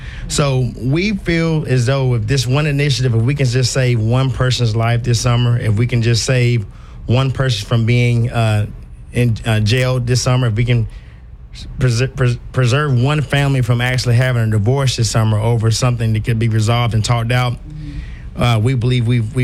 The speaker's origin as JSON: {"language": "English", "town": "Montgomery", "region": "Alabama", "country": "United States", "moved": "yes", "said": "I hail from Montgomery, Alabama."}